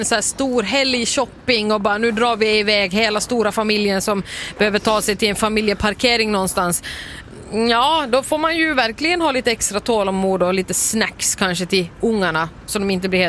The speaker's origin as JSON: {"language": "Swedish", "country": "Finland", "said": "Känner du, oj, sakeli, som man säger hemma i Finland."}